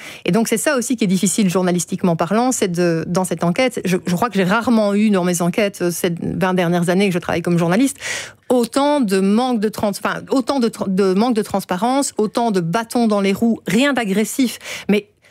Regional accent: Belgium; ça veut dire que transite chez nous, en Belgique, en consommant toute cette énergie, des données qui ne nous concernent même pas

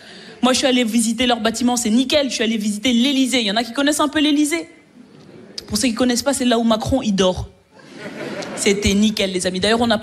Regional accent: Belgium; 3 jours pour une Belge en France, c'est trop, les amis.

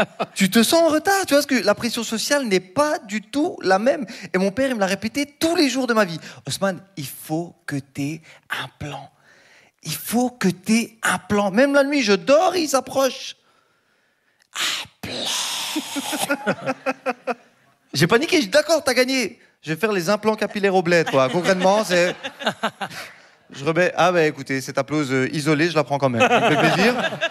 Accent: Turkey; Les amis, je suis turc. J'ai pas le temps, d'accord?

